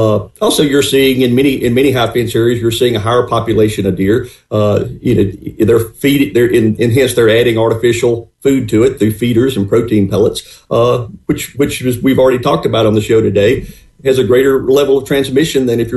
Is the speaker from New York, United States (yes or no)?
no; Greenville, Mississippi, United States; I was born and raised in Greenville